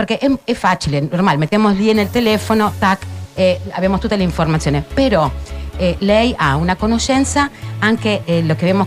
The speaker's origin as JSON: {"language": "Italian", "country": "Argentina", "second_language": "Italian", "said": "Faccio un italiano argentino in una parola."}